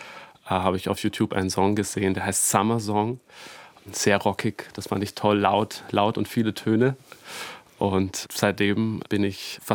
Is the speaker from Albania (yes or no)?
no; Dinkelsbühl, Bavaria, Germany; Ich wurde im Dezember 1994 in Dinkelsbühl geboren und da lebe ich mittlerweile auch wieder.